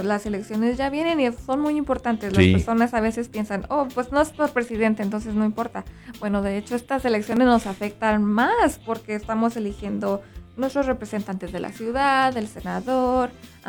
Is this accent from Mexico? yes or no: yes; Mexico; Y yo llegué de ver algunos juegos y me recordaron mucho a mi infancia en México.